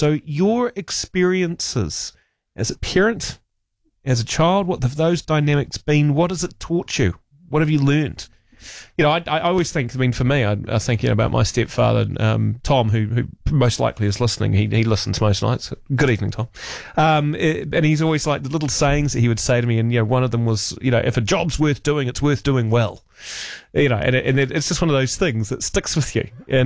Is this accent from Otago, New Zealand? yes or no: yes; Dunedin, Otago, New Zealand; And considering we grew up in Dunedin, it's kind of funny.